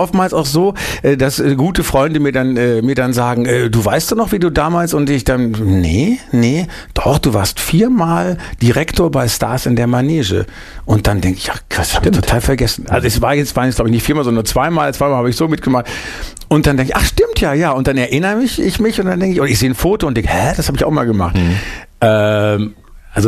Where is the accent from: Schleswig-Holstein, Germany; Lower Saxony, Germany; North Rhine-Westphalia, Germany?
North Rhine-Westphalia, Germany; Bielefeld; und dann haben wir eine freie Gruppe gegründet in Bielefeld damals noch, meine Heimatstadt, Ende der 70er.